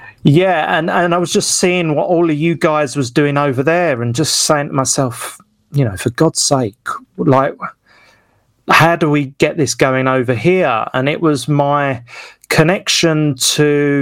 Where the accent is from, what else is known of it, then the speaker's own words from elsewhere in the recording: Westcliff-on-Sea, East of England, United Kingdom; doing a show in Westcliff in my hometown